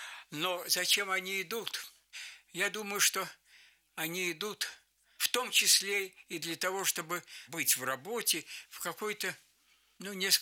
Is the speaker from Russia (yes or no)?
yes; Moscow, Russia; born there; Я родился в Москве.